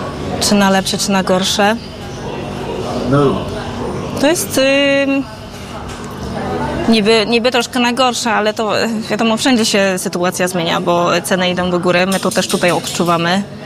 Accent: Tychy, Silesian Voivodeship, Poland; moved away as an adult; also born or lived in Lewes, United Kingdom / Portsmouth, United Kingdom; now in Southampton, United Kingdom; Jestem oryginalnie z Tychów, a w Anglii mieszkam 13 lat.

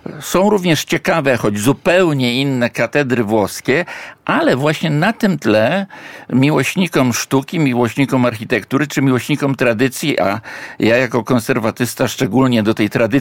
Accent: Warsaw, Masovian Voivodeship, Poland; bo jako warszawiak, który przeżył tu 64 lata w tym mieście, wielkim mieście

